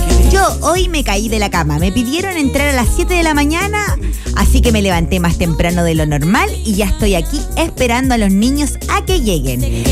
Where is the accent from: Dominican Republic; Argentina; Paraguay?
Dominican Republic; Y soy de la RD